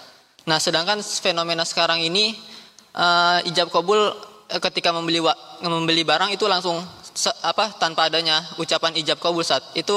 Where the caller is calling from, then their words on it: Bekasi, West Java, Indonesia; Bismillah, saya dari Sukma Wijaya Kusuma dari Bekasi